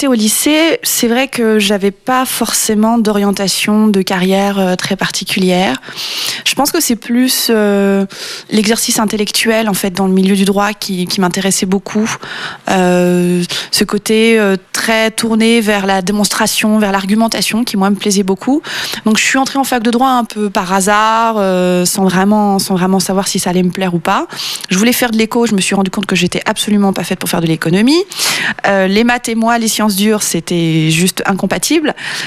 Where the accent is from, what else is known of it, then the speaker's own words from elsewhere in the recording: France; born there; Milieu social, bon, je suis née en France, milieu, je vais dire, lambda.